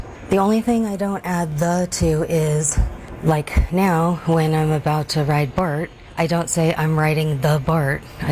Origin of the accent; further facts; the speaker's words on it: South Bay, California, United States; now in East Bay, United States; I grew up in the South Bay.